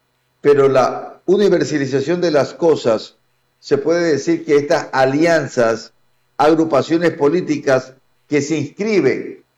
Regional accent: Ecuador

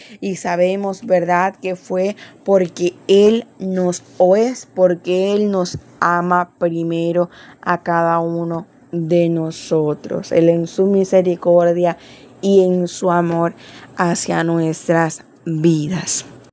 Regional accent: Colombia

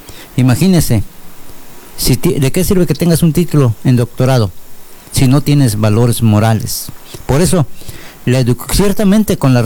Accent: Mexico

